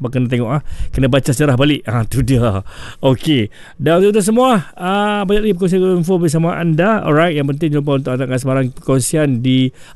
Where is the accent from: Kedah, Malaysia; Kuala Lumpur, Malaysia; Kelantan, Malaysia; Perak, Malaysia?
Kedah, Malaysia; dan ini adalah satu benda yang kebanggaan kita sebagai orang Kedah ni, kan